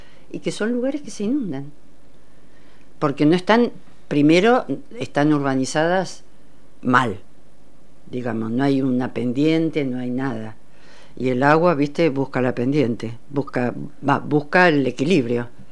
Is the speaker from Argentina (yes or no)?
yes; Necochea, Buenos Aires Province, Argentina; moved away; y soy de Necochea